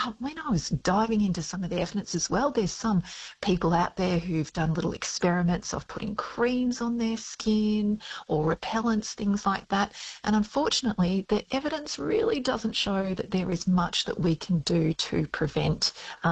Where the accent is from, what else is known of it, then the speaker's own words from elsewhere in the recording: Victoria, Australia; You can tell I'm from Victoria because I say the word bathers instead of swimmers as well.